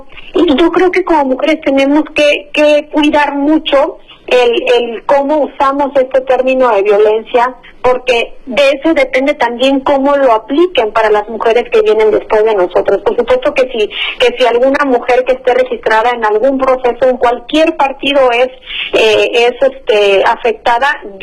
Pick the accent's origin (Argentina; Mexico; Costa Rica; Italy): Mexico; Baja California Sur; la gente de Baja California Sur, de mi tierra